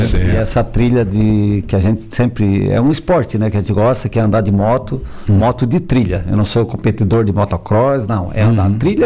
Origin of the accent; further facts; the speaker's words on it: Lagoa Mãe Luzia, Santa Catarina, Brazil; born there; Eu sou natural de lá, nasci na Lagoa Mãe Luzia. E com 7 anos eu vim ali para a ilha onde a gente mora hoje.